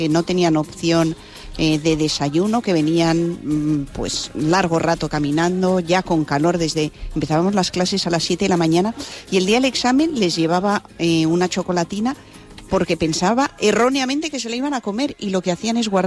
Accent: Vitoria-Gasteiz, Basque Country, Spain; now in Canary Islands, Spain; llevo muchas veces a Península, yo soy de Vitoria

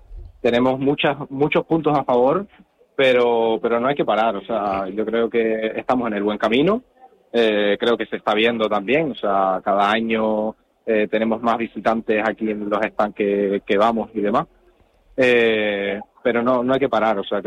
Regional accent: Canary Islands, Spain; Tenerife y, bueno, las Islas Canarias en general, tenemos turismo, tenemos playa, tenemos montaña, tenemos de todo y sobre todo buen comer

